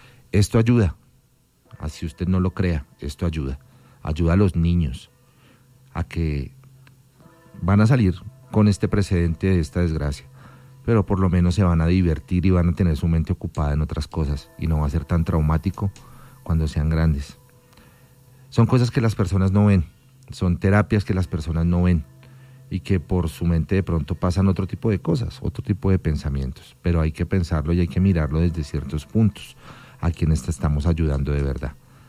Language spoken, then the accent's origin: Spanish; Colombia; somos colombianos y somos unos berracos